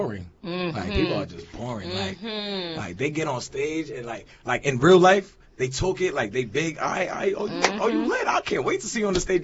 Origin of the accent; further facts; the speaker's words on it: New York City, New York, United States; moved away as an adult; now in Long Island, United States; I'm from Brooklyn originally. I'm Flatbush. I moved to Long Island probably 6 years ago.